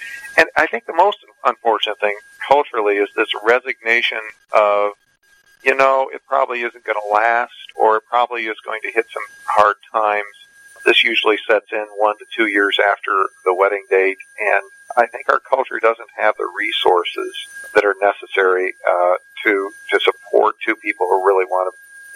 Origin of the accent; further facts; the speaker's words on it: Toledo, Ohio, United States; I was born and raised in Toledo, Ohio, and was privileged to have a Christian home to grow up in.